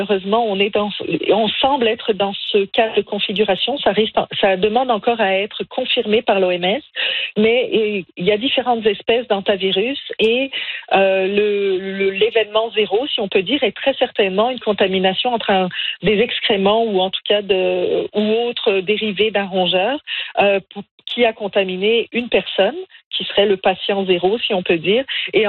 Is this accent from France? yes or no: no; Canada; chez nous au Canada